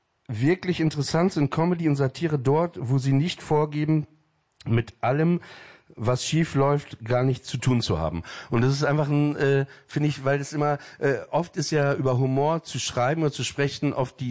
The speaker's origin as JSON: {"language": "German", "country": "Germany", "said": "Da habe ich gesagt, okay, I'm half German, I'm half Russian and I'm Jewish."}